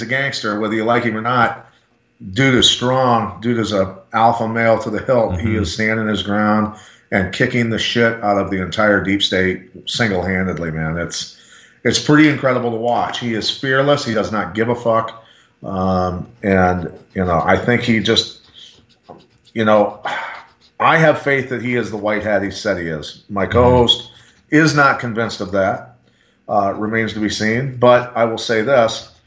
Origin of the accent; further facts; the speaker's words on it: Bettendorf, Iowa, United States; here in my hometown of Bettendorf, Iowa, at the public library.